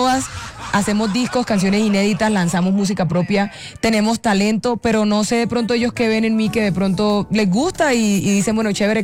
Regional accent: Aguachica, Cesar, Colombia; yo soy de Aguachica, pero muy pegada a Bucaramanga

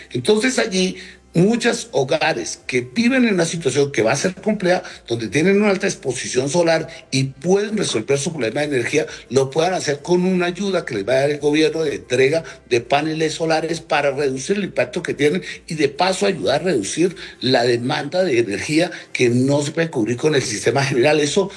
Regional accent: Colombia; Allí tenemos nosotros, es que como colombianos, hacer una veeduría que esa decisión se haga y se haga correctamente.

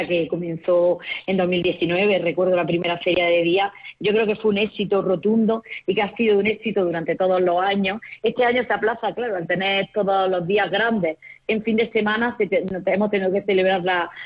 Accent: Molvízar, Andalusia, Spain; yo invito no solo a la gente alrededor de mi pueblo, sino a toda la provincia y a toda Andalucía, si me está escuchando, gente de fuera de Granada, porque yo creo que Molvízar está en un entorno y en un enclave privilegiado

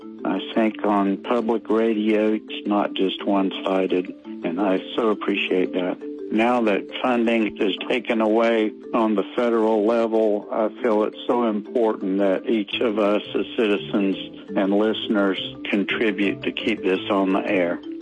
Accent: Morehead City, North Carolina, United States; from Moorhead City.

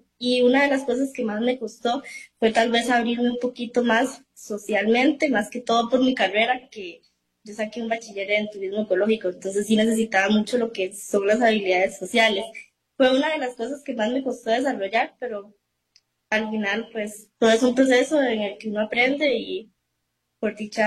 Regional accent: Rey Curré, Puntarenas, Costa Rica; moved away as an adult; Yo me crecí en mi comunidad, en Yimbacá. Ahí estuve en la escuela y también en el colegio. Saqué mi bachillerato en educación media en el Liceo Rural Yimbacá.

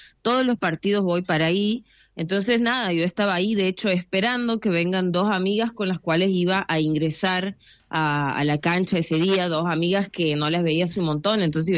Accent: Santiago del Estero, Argentina; moved away as an adult; now in Buenos Aires, Argentina; Yo soy de Santiago del Estero. Yo me he venido a vivir a Buenos Aires como hace 3 años, ponele.

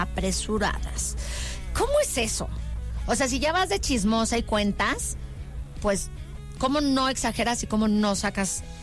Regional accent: Acapulco, Guerrero, Mexico; Así soy, es que soy de Guerrero, soy acapulqueña

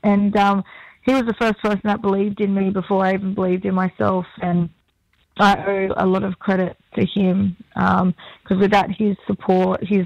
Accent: Peak Hill, New South Wales, Australia; down in Wiradjuri country, I'm from Peak Hill. And … from down that way.

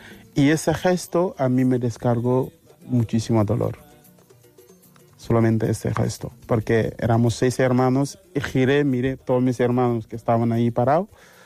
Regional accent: Senegal; Y yo, por defecto, soy de Senegal, pero la mitad de mi familia es gambiana.

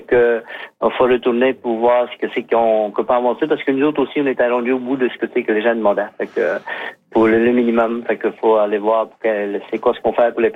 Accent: Îles-de-la-Madeleine, Quebec, Canada; nous autres, on sait qu'on est de la Madeleine, on est insulaire, ça fait que ça coûte le coût de la vie, coûte un peu plus cher.

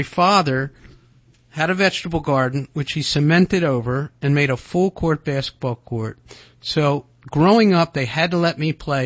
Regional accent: Baltimore, Maryland, United States; because I grew up in Baltimore

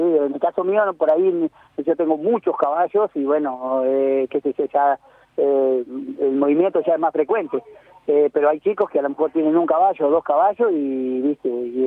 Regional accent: La Pampa, Argentina; Nosotros que somos nacidos y criados en La Pampa, dos o tres días, Buenos Aires, todo bien. Pero ya el cuarto se quiere volver.

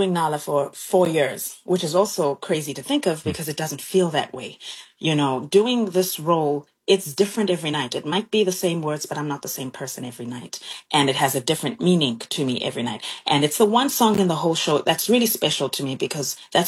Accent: South Africa; moved away as an adult; now in Spain; I'm from South Africa, born and raised, and I went to Spain 10 years ago to go join the show there.

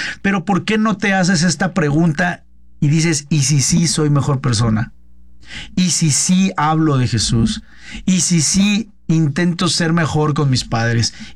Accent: Mexico; todos somos mexicanos

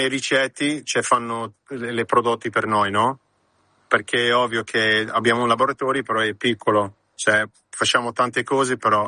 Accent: Australia; now in Milan, Italy; un mio amico che siamo cresciuti insieme in Australia con Max Vieri

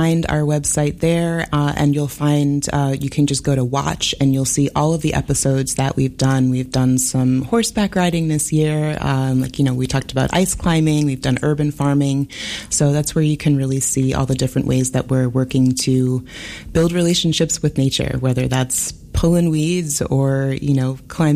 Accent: Brooklyn, New York, United States; being someone from born and raised in Brooklyn in New York

